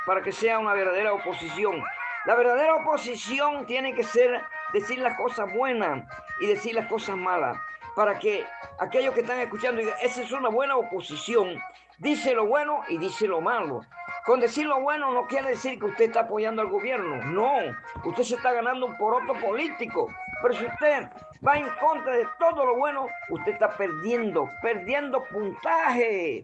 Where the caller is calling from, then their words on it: Panama; Aquí en Panamá